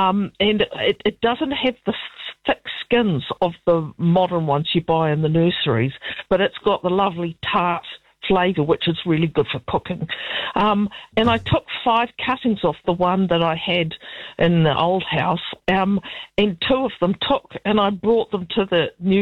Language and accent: English; Dunedin, Otago, New Zealand; See, I'm originally from Dunedin